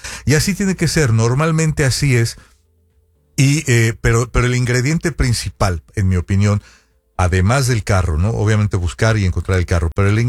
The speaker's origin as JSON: {"language": "Spanish", "region": "Sonora", "country": "Mexico", "said": "Somos de Sonora. Entonces, cerca de Hermosillo hay un pueblo que se llama Rayón."}